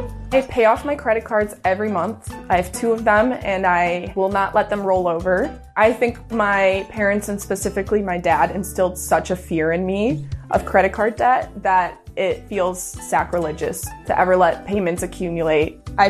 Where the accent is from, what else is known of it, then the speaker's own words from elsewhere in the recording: Illinois, United States; moved away; also born or lived in Iowa; I grew up in the Chicago suburbs, and I studied civil engineering at Iowa.